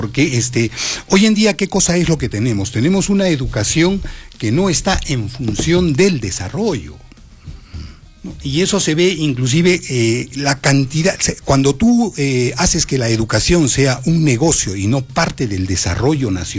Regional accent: Peru

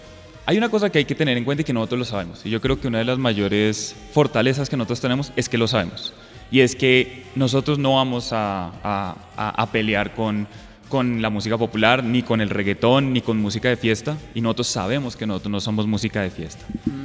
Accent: Neiva, Huila, Colombia; born there; now in Bogotá, Colombia; yo con mis influencias naciendo en Neiva, Huila, y después viniendo a Bogotá

